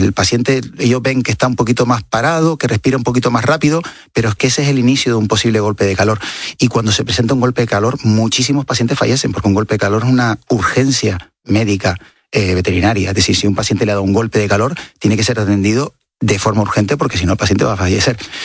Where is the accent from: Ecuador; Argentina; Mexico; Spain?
Spain; Canary Islands; now in Madrid, Spain; y yo lo estoy sufriendo ahora mismo aquí en Madrid, vengo de Canarias, que estamos a 26 graditos